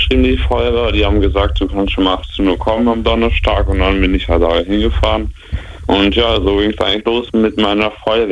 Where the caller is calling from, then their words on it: Baden-Württemberg, Germany; Also ich bin momentan noch 14 und komme aus dem Bodenseekreis.